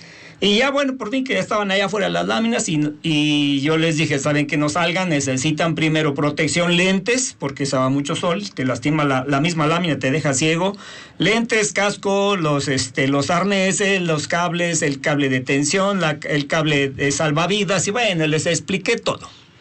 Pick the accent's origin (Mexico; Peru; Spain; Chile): Mexico